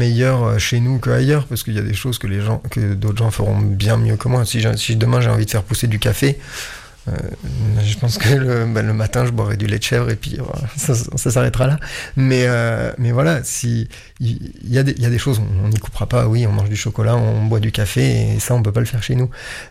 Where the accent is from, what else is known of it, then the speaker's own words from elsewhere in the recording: Auvergne-Rhône-Alpes, France; moi j'habite en Ardèche, j'ai pas la mer, c'est comme ça, et c'est très bien.